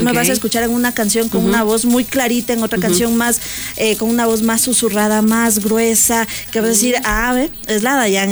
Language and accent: Spanish; Ecuador; porque somos ecuatorianos, soy ecuatoriana